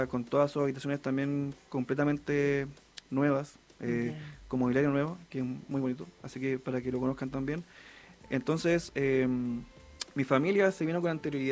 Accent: Antofagasta, Chile; Yo soy de Antofagasta. Sí.

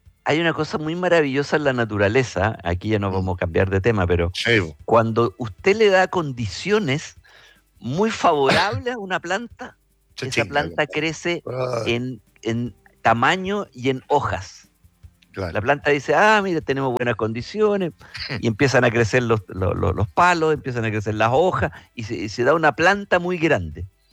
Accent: Chile; Uno puede, con mucho orgullo como chileno, llegar al lugar más recóndito del mundo y se encuentra con una botella de Conchitoro.

